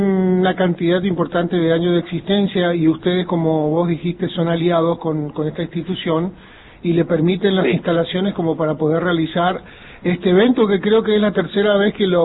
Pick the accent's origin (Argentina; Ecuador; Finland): Argentina; Formosa; born there